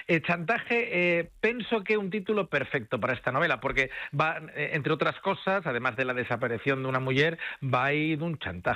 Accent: Vigo, Galicia, Spain; Sí, son momentos de ledicia máxima, porque eu son do Celta, como imaginades, ¿no? Porque son de Vigo

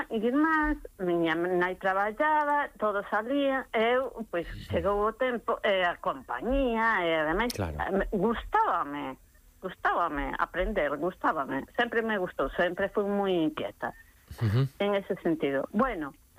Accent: Betanzos, Galicia, Spain; Os que somos de Betanzos ou que vivimos en Betanzos, os que sabemos...

